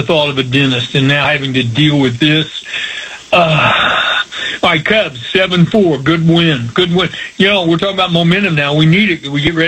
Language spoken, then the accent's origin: English; Plainfield, Indiana, United States; when I was a kid, growing up in Plainfield